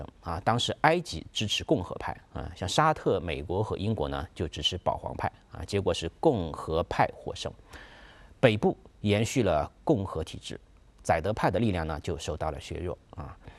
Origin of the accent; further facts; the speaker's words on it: China; 我们中国人说这个中国话说，庙小妖风大，池浅王八多